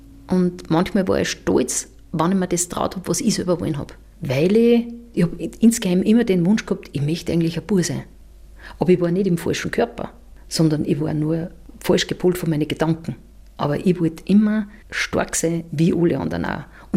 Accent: Upper Austria, Austria; in diesem Umfeld bin ich irgendwo groß geworden, die Nachbarn waren alle Landwirte. Also ich bin auch mitten in der Natur aufgewachsen mit Kühe, Schweinerl.

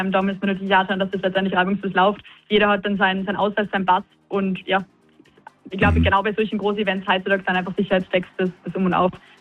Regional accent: Salzburg, Austria; Aber natürlich auch bei mir als Salzburgerin

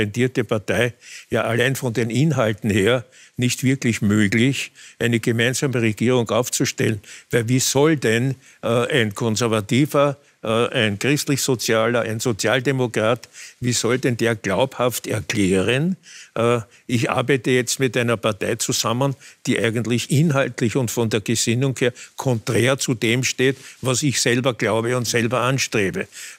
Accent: Vienna, Austria; Ich bin nicht in Hernals geboren, sondern meinem Familiennamen entsprechend in Favoriten. Und wir sind aber dann, die Familie, eben nach Hernals übersiedelt.

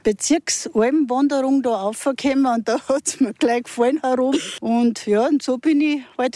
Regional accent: Hüttschlag, Salzburg, Austria; born there; also born or lived in Wagrain; now in Pfarrwerfen, Austria; Ich bin eine gebürtige Hütschlagerin und nach Wagrein gezogen und nach Pfarrwerfen geheiratet und im Übach die Alm.

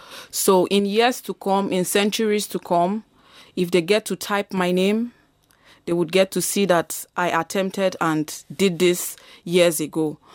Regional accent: Nigeria; now in Vienna, Austria; Because, you know, I'm African, I'm Nigerian, and I'm living here in Vienna.

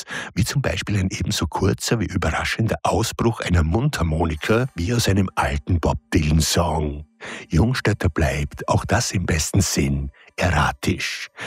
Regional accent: Schattendorf, Burgenland, Austria; las freudig erregt Schattendorf in der Leibeswelt. Aber leider, noch hat Black Metal mein Heimatdorf nicht erreicht.

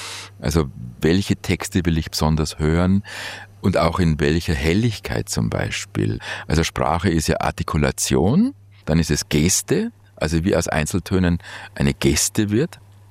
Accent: Bavaria, Germany; Typisch bayerisch an mir ist sicherlich der Dickschädel, an dem manches Orchester schon verzweifelt ist.

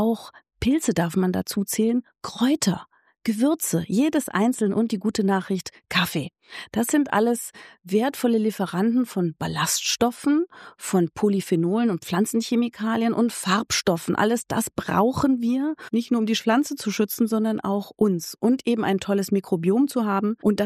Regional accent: Berlin, Germany; ich komme aus Berlin

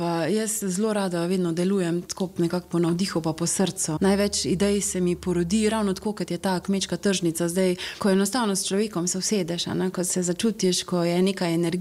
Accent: Koroška, Slovenia; now in Klagenfurt, Austria; da tukaj živi slovenska narodna skupnost in da sama sem Korošica.

